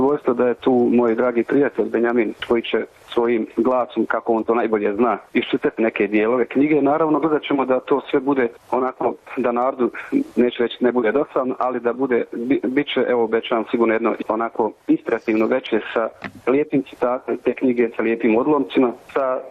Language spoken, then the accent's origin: Bosnian; Kozarac, Republika Srpska, Bosnia & Herzegovina; born there; also born or lived in Vienna, Austria; Pa evo, ja sam rođen u Kozarcu, znači kod Prijedora.